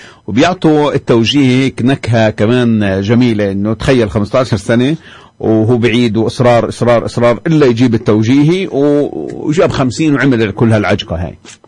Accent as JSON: {"language": "Arabic", "country": "Palestine", "said": "بالنسبة لنا كفلسطينيين"}